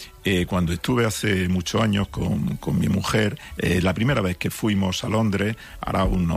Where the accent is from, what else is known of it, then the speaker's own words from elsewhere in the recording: Jaén, Andalusia, Spain; yo vi en el escaparate botellas de aceite de oliva de mi tierra, de Jaén.